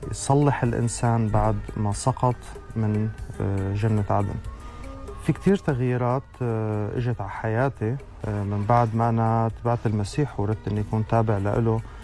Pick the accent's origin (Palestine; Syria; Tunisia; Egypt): Syria; now in Europe; أنا سوري، مقيم حاليا في أوروبا ومؤمن بالمسيح من قرابة 7 سنوات.